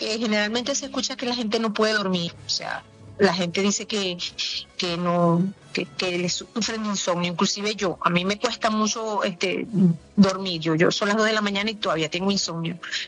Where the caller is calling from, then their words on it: Venezuela; ver qué fuertes somos los venezolanos y desde aquí, desde donde vivo, que estoy como a 6 horas de donde ocurrió el desastre